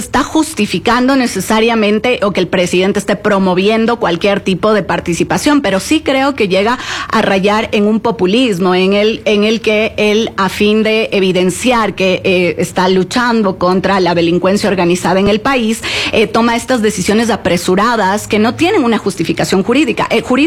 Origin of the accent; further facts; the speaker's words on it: Ecuador; nosotros nos quedará como ecuatorianos